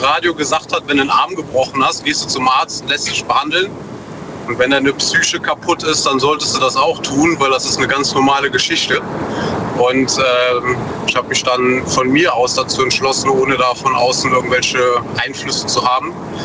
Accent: North Rhine-Westphalia, Germany; Aus der Eifel. NRW

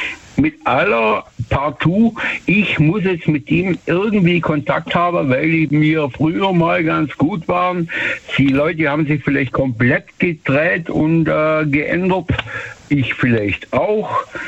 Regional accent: Germany; Ich bin bei einem tschechischen Motorradclub als Deutscher, als Einzigster.

